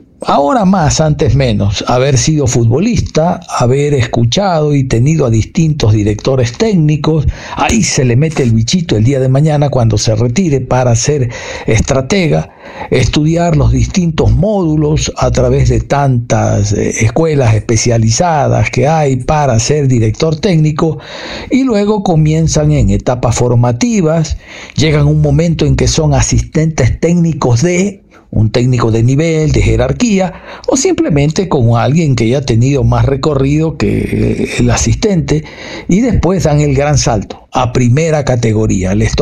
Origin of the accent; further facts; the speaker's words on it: Ecuador; Y obviamente como ecuatorianos le deseamos toda clase de éxito al director técnico para que las cosas le salgan.